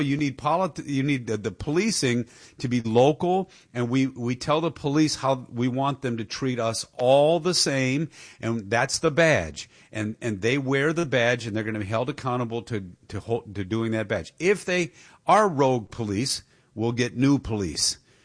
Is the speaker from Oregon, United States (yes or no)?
no; Michigan, United States; I think it's happening in my home state. My original home state. I don't live there now, obviously. But Michigan.